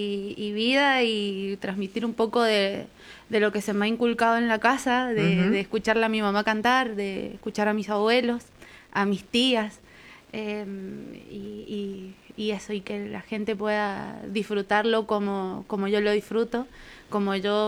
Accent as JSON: {"language": "Spanish", "area": "Lavalle", "region": "Mendoza", "country": "Argentina", "said": "Soy demasiado la vallina, peco a veces y demás, por amar tanto a mi tierra."}